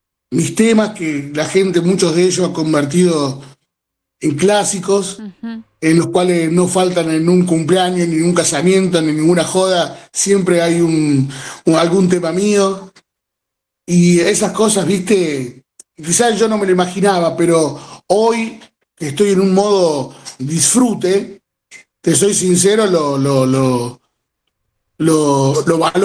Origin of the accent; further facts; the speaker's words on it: Argentina; now in Córdoba, Argentina; cuando yo me voy de la Babulalle, de mi pueblo, para venir acá a Córdoba